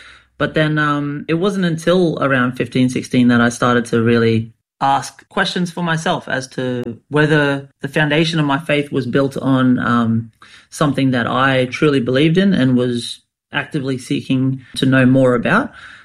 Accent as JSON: {"language": "English", "town": "Rockhampton", "region": "Queensland", "country": "Australia", "tie": "born or raised there", "also_born_or_lived": "Bowen", "lives_now": "Brisbane, Australia", "said": "I'm originally from a little town on the Whitsundays called Bowen. And born in Bowen, I was raised in Rockhampton. Finished, yeah, like all my secondary schooling back up north on North Queensland."}